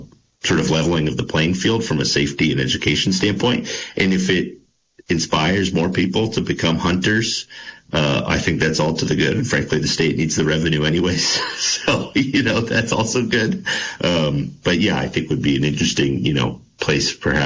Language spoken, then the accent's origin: English; Putney, Vermont, United States; I think back to my childhood growing up in Putney Central School and going to Brattleboro High School, right?